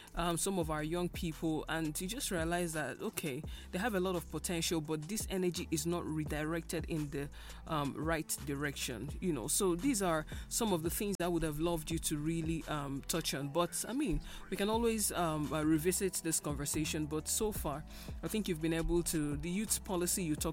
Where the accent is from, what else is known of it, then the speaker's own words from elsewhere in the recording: Enugu State, Nigeria; I'm also from Enugu State. I'm a youth.